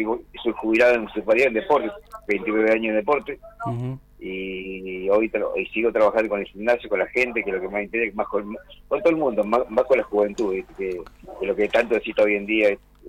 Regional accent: Río Gallegos, Santa Cruz, Argentina; born there; also born or lived in Gobernador Gregores; yo soy nacido en Río Gallegos y yo me inicié en Gobernador Gregores. con mi madre vivía allá, vivimos allá en Gregorio en el año 84

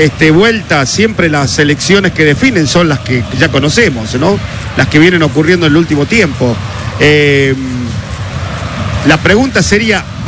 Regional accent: Argentina; Pero bueno, somos argentinos sí, y nos gustan las difíciles, ¿viste?

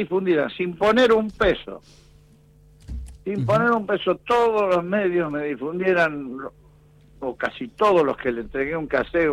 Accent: Las Flores, Buenos Aires Province, Argentina; moved away as an adult; also born or lived in Dolores; now in Saladillo, Argentina; me crié ahí en Las Flores hasta los 29 años, después me vine a Saladillo hace 41 que estoy...

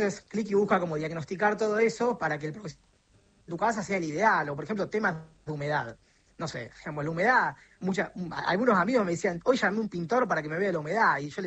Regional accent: Córdoba, Argentina; nosotros somos acá de Córdoba, pero ya funciona hace unos meses en Buenos Aires

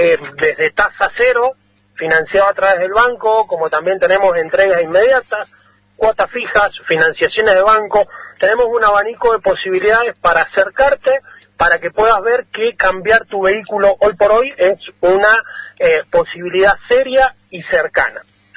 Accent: Malargüe, Mendoza, Argentina; soy de acá de Malargüe, soy vecino

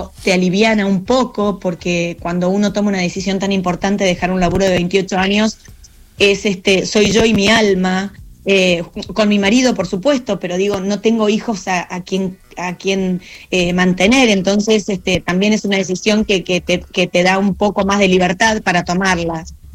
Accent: El Triunfo, Buenos Aires Province, Argentina; now in Spain; En mi pueblo se llama El Triunfo.

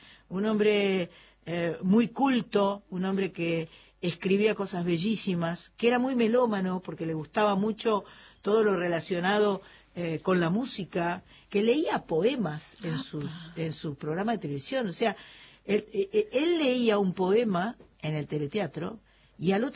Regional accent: Buenos Aires, Argentina; Yo soy porteño

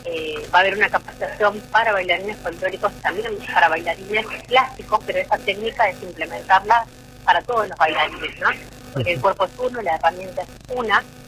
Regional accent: Tartagal, Salta, Argentina; moved away as an adult; Yo cuando nací en Tartagal, Tartagal me vio crecer, me vio salir de acá, cumplir mi sueño y volver.

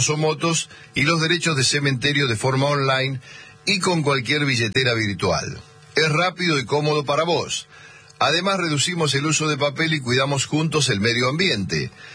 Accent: 25 de Mayo, Buenos Aires Province, Argentina; born there; now in Buenos Aires, Argentina; yo no estaba en 25 de mayo.

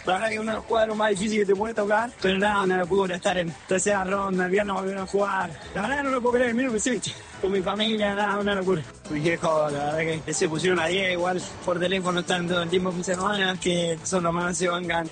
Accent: Argentina; vivir esto en este ambiente como argentino.

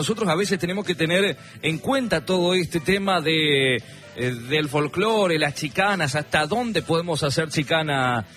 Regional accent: Puerto León, Misiones, Argentina; moved away; yo estudié en la 247 de Puerto León y la provincia de Misiones, allá casi al límite con Paraguay, son 3 kilómetros lo que separa, después viene el río Paraná, y bueno, y la secundaria lo hice en el bachillerato 25 de la misma localidad, ahí en Puerto León.

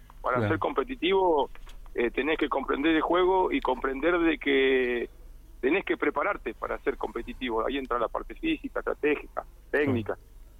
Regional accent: Cañadón Seco, Santa Cruz, Argentina

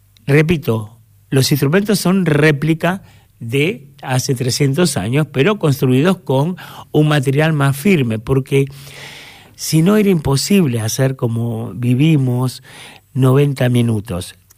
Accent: Argentina; somos argentinos

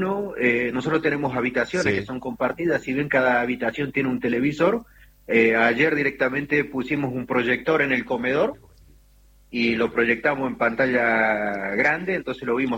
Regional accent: Trelew, Chubut, Argentina; moved away as an adult; now in Antarctica; De Trelew, Chubut, sí.

